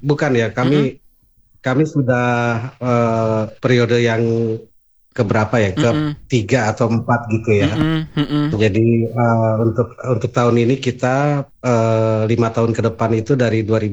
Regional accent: West Java, Indonesia; born or raised there; also born or lived in Ambon, Maluku

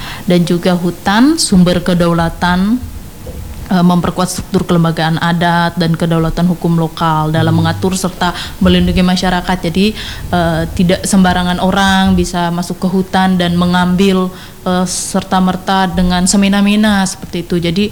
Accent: East Kalimantan, Indonesia; meskipun kita Dayak Benua ataupun Dayak Tunjung, kita lebih banyak menggunakan bahasa Indonesia untuk keseharian, jarang menggunakan bahasa daerah.

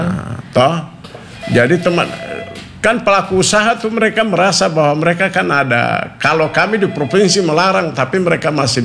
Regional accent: Sorong, Southwest Papua, Indonesia; Karena saya juga besar lahir di Sorong ini

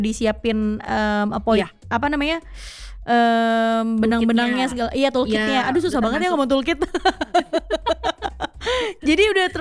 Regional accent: Surabaya, East Java, Indonesia; Kira-kira aku dari Surabaya loh.

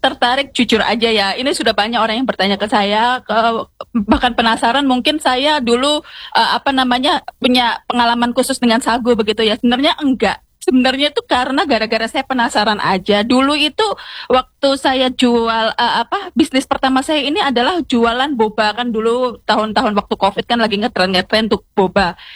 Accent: Yogyakarta, Special Region of Yogyakarta, Indonesia; moved away as an adult; now in Jayapura, Indonesia; saya lahir besar di Jogja, lalu lulus kuliah, langsung merantau ke Papua, jadi saya sudah 15 tahun ini di Jayapura.

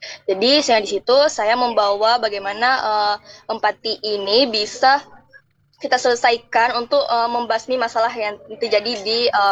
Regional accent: Aceh Utara, Aceh, Indonesia; dan saya sendiri dari Aceh Utara.

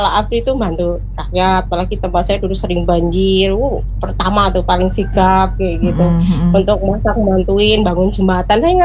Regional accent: Cilacap, Central Java, Indonesia; Yang saya ini dulu semasa saya kecil di desa Pak, saya dari Cilacap.

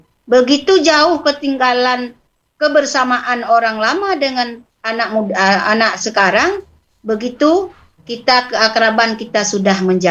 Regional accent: Aceh, Indonesia; born there

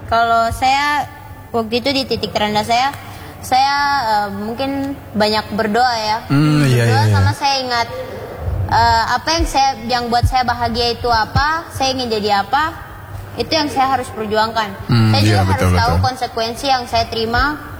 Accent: Eastern Indonesia, Indonesia; Apalagi kan kita dari Indonesia Timur kan dikenal dari tuh orang-orang yang

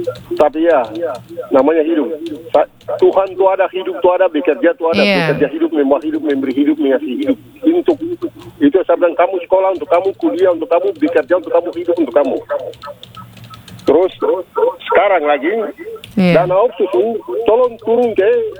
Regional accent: Papua, Indonesia; Untuk saya bilang kita orang Papua ini tidak miskin.

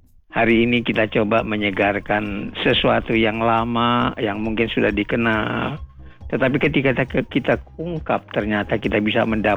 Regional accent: North Sumatra, Indonesia; Karena saya adalah berasal dari Angkola, Tapanuli Selatan, maka saya juga ingin memperkenalkan nanti ada kekhasan dibandingkan dengan Tapanuli Utara.

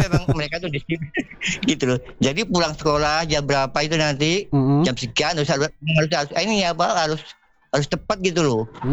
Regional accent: Kalimantan, Indonesia; tempat kami ini kan dari Kalimantan kan rata-rata belahan gambut Bang.

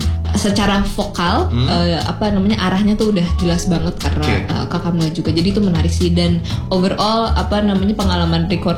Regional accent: Palembang, South Sumatra, Indonesia; Aku orang Palembang, Sumatera juga sih.

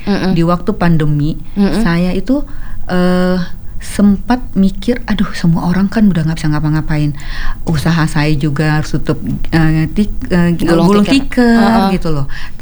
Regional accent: Padang, West Sumatra, Indonesia; Seperti saya berasal dari Padang, rendang kan terkenal ya.

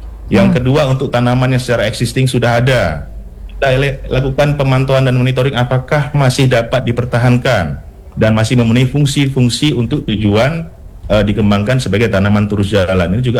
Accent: Aceh, Indonesia; kita di Aceh ini

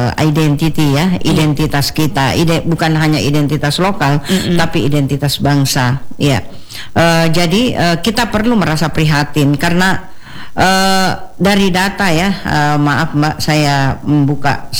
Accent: South Sulawesi, Indonesia; Kalau kita orang Sulawesi Selatan itu kita Anda.

